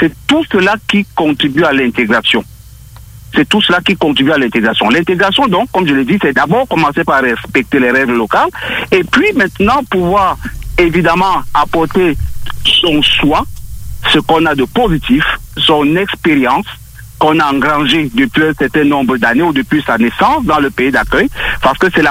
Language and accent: French; Cameroon; moved away as an adult; now in Lévis, Canada; Ça fait 3 mois exactement que je suis installé à Lévis. Et je le précise venant directement de mon pays d'origine, qui est le Cameroun.